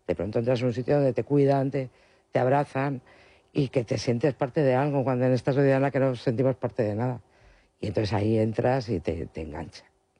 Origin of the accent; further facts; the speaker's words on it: Spain; O sea, Los Domingos la entiendo perfectamente porque está en nuestra forma de ser como españoles.